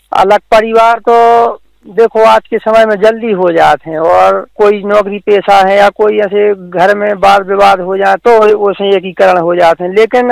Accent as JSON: {"language": "Hindi", "region": "Madhya Pradesh", "country": "India", "said": "हमारा गांव सागर से है लगभग 35 किलोमीटर के आसपास और जो दक्षिण दिशा में है सागर से लगभग। गांव का नाम है धुरा।"}